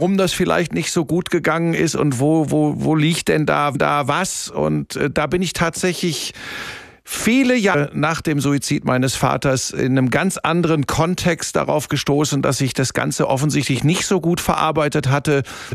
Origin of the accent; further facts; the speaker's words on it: Hagen, North Rhine-Westphalia, Germany; also born or lived in Bottrop; now in Munich, Germany; Ja, ich bin geboren in Bottrop. Das ist wirklich, das ist ja Inbegriff des Ruhrgebiets. Bin dann aufgewachsen in Hagen. Das ist so zum Sauerland, ja, Ruhrgebiet.